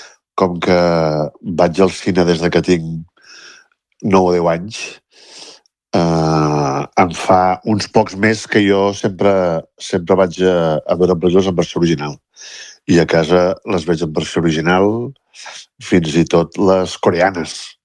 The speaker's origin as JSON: {"language": "Catalan", "town": "Vilanova i la Geltrú", "region": "Catalonia", "country": "Spain", "said": "Mira, jo soc de Vilanova i la Geltrú i no totes."}